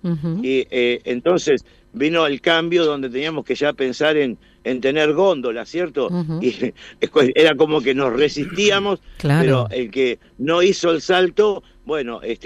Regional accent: Morón, Buenos Aires Province, Argentina; nosotros acá, yo soy de Morón, estoy en el conurbano, y somos beneficiados

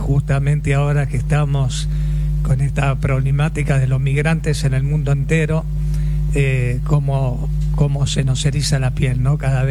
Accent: Argentina; Yo soy hijo también de italiano, pero puro argentino propio.

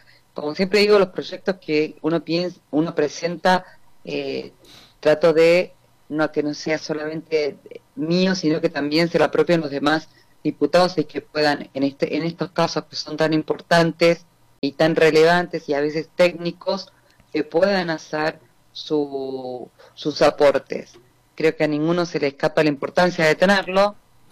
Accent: San Martín de los Andes, Neuquén, Argentina; Yo vengo de San Martín de los Andes y hay una comunidad educativa muy activa.

